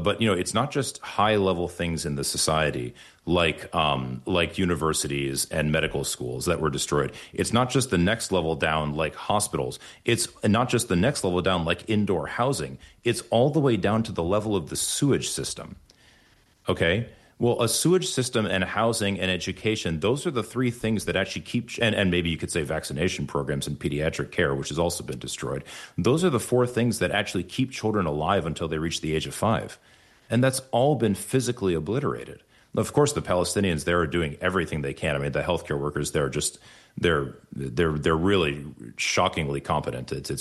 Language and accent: English; United States; born there; also born or lived in Haifa; So my parents are from a small ethnic and religious minority in Pakistan and India called the Parsis. I was born in the States, but they came to the States in 1982